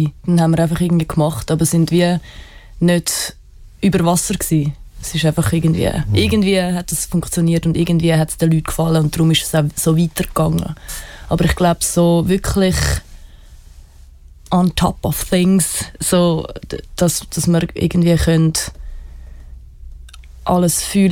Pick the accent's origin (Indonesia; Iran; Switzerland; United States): Indonesia; Bandung, West Java; in Bandung, Indonesien, wo ich aufgewachsen bin, hatte es so Fester, so Dorffester.